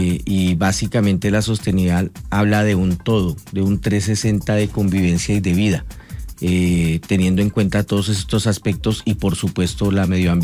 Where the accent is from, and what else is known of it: Mosquera, Cundinamarca, Colombia; born or raised there; also born or lived in La Vega; now in Mexico